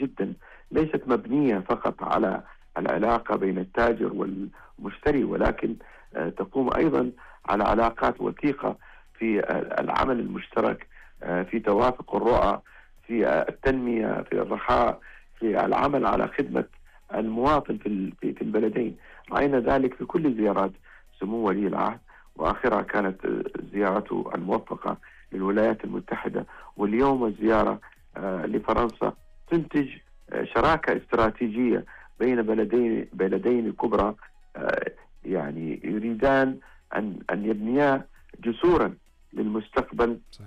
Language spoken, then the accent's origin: Arabic; Saudi Arabia; أنا كمواطن سعودي